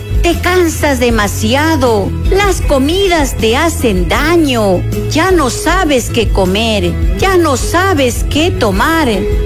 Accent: Ecuador; Mis amigos, yo soy ecuatoriana con mucho orgullo

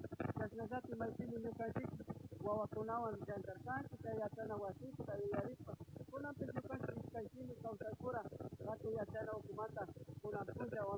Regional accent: Colombia; nosotros también pensamos como el pueblo curuá, como colombianos, como contenses

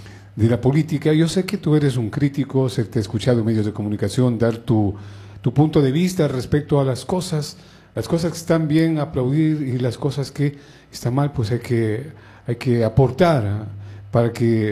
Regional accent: Otavalo, Imbabura, Ecuador; now in Macas, Ecuador; regresé a Otavalo, a mi tierra

